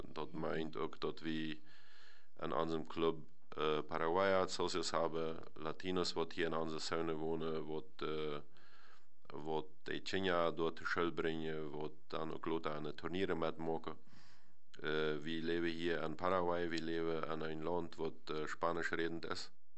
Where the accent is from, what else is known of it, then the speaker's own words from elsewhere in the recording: Netherlands; wir als Niederländer